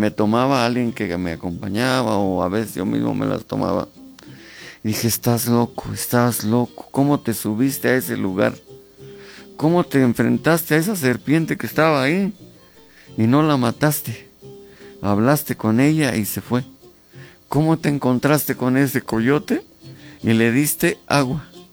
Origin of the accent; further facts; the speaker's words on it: Zimapán, Hidalgo, Mexico; yo llegando a Zimapán, a México, a Hidalgo, voy a cambiar el mundo. Y me vine por eso a mi pueblo